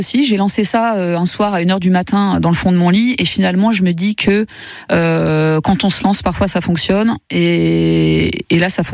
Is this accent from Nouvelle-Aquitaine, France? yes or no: no; Sommières, Occitanie, France; moi, je suis de Sommières